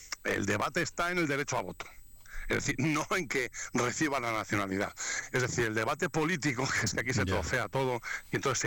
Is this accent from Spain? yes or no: yes; Spain; los españoles que vivimos aquí